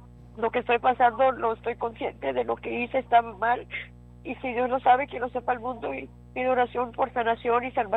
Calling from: Raymondville, Texas, United States; De Raymondville

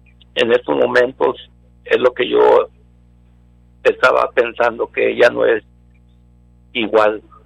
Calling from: Harlingen, Texas, United States; De Harlingen.

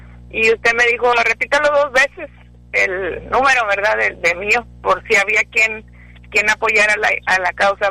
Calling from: Gustavo Díaz Ordaz, Tamaulipas, Mexico; Soy de Díaz Ordaz, hermano.

